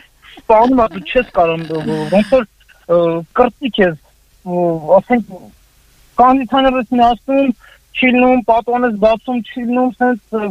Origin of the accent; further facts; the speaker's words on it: Nagorno-Karabakh, Azerbaijan; ես Արցախից եմ